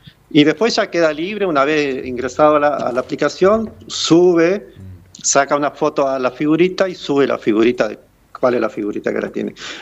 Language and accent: Spanish; Santa Elena, Entre Ríos, Argentina; nosotros que somos de Santa Elena